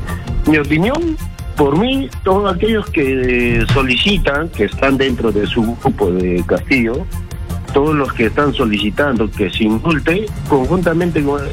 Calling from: Ica, Peru; Me llamo de la ciudad de Ica.

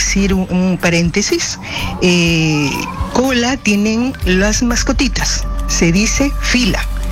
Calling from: Trujillo, La Libertad, Peru; estoy llamando de Trujillo.

